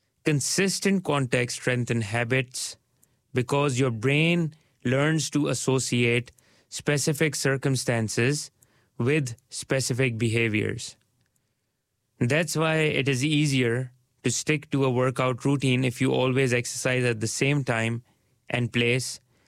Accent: Karachi, Sindh, Pakistan; now in Dunedin, New Zealand; Growing up in Pakistan and later moving to Aotearoa, New Zealand, I saw how environment shapes habits. My parents' home in Karachi had a courtyard where neighbors gathered every evening for tea and conversation.

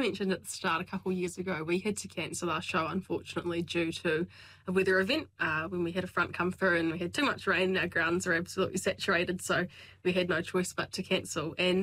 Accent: Rangiora, Canterbury, New Zealand; Yeah, so I grew up in Rangiora, and I say that I'm 50-50 when people ask me whether I grew up on farm, because my parents both have always worked in the primary sector

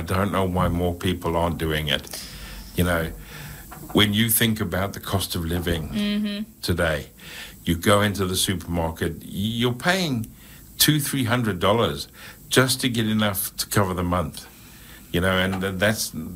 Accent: South Africa; moved away

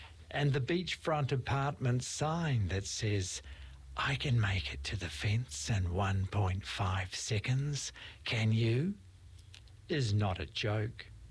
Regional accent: New Zealand; now in Texas, United States; being that I'm a Kiwi, all the way from Texas.

